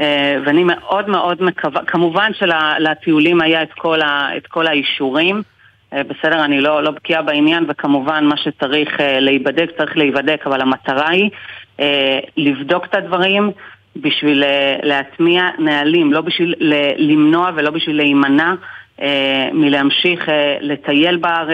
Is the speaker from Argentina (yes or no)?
yes; Argentina; moved away as an adult; now in Israel; האמת שאני מארגנטינה